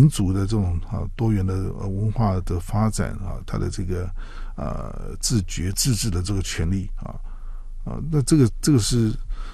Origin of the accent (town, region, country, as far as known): Taiwan